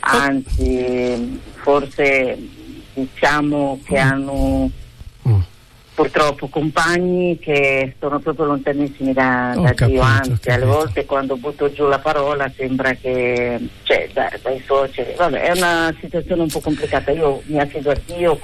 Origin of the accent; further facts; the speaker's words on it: DR Congo; Italian is a second language; now in Pesaro, Italy; Sì, sono della Repubblica Democratica del Congo, del Sud, diciamo. Sono dall'88, adesso quanti anni sono che sono qui non lo so, quasi 40 anni.